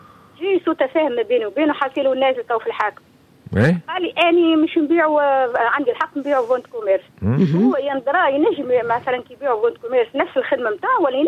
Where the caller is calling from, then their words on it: Mahdia, Mahdia Governorate, Tunisia; من مهدية.